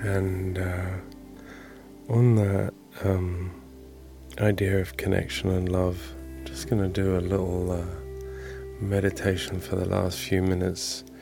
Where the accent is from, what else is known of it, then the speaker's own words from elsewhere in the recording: England, United Kingdom; particularly being an English person